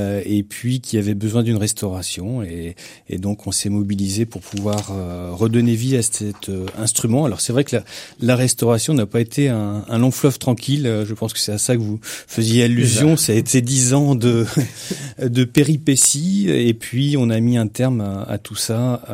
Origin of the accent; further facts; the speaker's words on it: Baugé-en-Anjou, Pays de la Loire, France; Maintenant, on dit Beaugeois puisque Cheviré est une commune déléguée de Beaugé en Anjou. Donc, je suis un Beaugeois pur souche.